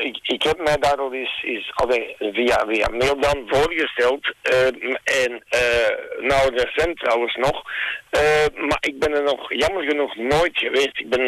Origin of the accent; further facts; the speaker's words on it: Stabroek, Flanders, Belgium; Ik kom uit België, uit Vlaanderen. Uit Stabroek hier, net eigenlijk. Ja. De grens met Putten.